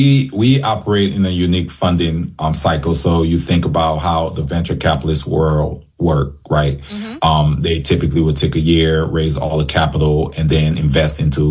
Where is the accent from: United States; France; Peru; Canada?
United States; Detroit, Michigan; I remember when I was growing up in Detroit